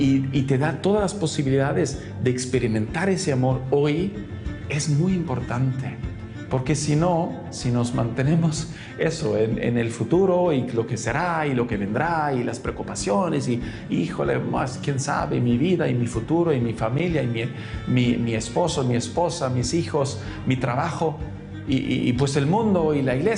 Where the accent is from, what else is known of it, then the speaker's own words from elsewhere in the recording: Italy; first language German; Spanish is a second language; soy italiano, de habla alemana